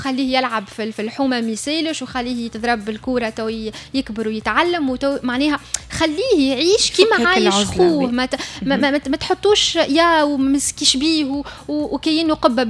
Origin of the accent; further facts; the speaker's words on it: Tunisia; عندنا في تونس